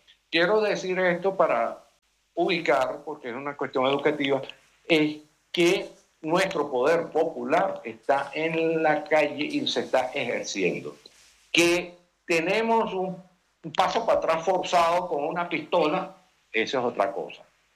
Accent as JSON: {"language": "Spanish", "country": "Venezuela", "said": "el pueblo venezolano, el pueblo soberano, el pueblo, los hijos de Guaycaipuro, de Bolívar y de Chávez, vamos a sacar esta patria adelante."}